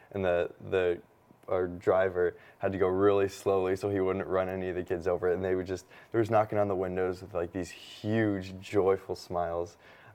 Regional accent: Indianapolis, Indiana, United States; I'm a junior at Ave Maria as well. And I'm from Indianapolis, Indiana.

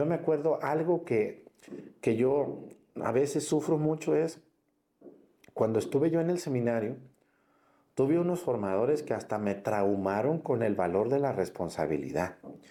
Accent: Mexticacán, Jalisco, Mexico; moved away; Cuando yo era niño, allá en mi pueblo, en Mexicacán, había una tienda.

